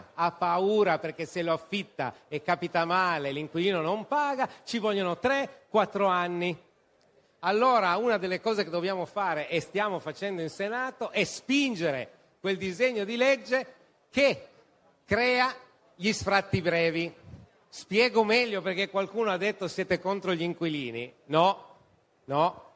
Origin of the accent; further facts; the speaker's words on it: Turin, Piedmont, Italy; Casermoni, interi quartieri, io vi porto l'esempio di Torino, io sono di Torino, interi quartieri senza un negozio, senza un'attività, solo dormitori per, nel caso di Torino, la Fiat.